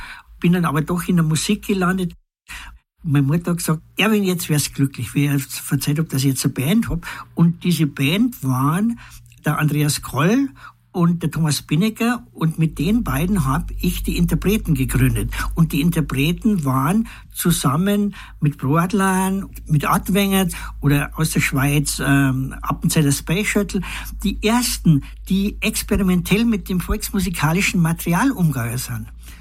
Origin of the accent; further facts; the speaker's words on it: Bavaria, Germany; Ich bin ja vom Land, ich bin aus der Gegend von Wasserburg am Inn.